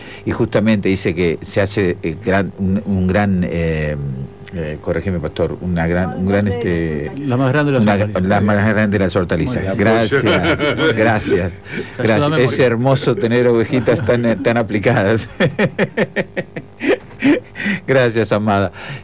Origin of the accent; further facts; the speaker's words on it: Montevideo, Uruguay; moved away as an adult; now in Maldonado, Uruguay; No, yo soy de Montevideo, pero en el año 91 me radiqué aquí en Maldonado.